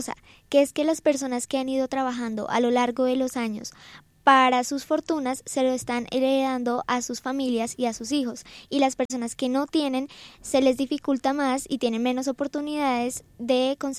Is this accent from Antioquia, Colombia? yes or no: no; Bogotá, Colombia; Yo soy colombiana, soy bogotana, vivo en Bogotá y mi familia y yo no tenemos nada propio.